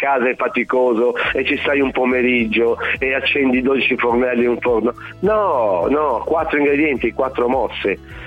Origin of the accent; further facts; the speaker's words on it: Veneto, Italy; Ora, noi siamo veneti, quindi vi lascio immaginare il perché del vino.